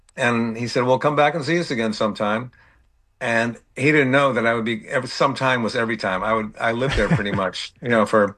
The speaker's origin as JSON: {"language": "English", "town": "Bridgeport", "region": "Connecticut", "country": "United States", "tie": "born or raised there", "said": "I grew up in Connecticut, Bridgeport, Connecticut, so I'm an East Coast guy."}